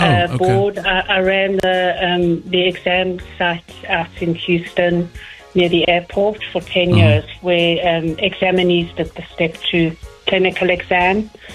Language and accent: English; South Africa; born there; moved away; I was born in South Africa and I've lived here for well over 40 years.